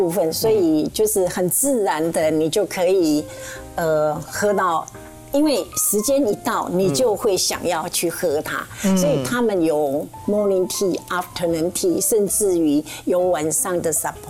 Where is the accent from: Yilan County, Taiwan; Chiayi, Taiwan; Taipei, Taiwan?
Chiayi, Taiwan; born there; moved away as an adult; also born or lived in New Zealand; 我是嘉义人，我在嘉义出生所以在嘉义那个地方呢算是一个比较偏远的城市